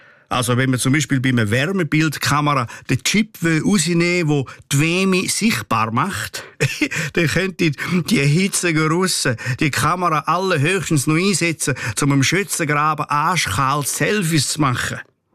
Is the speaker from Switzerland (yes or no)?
yes; Switzerland; da sind wir Schweizer nämlich weltweit führend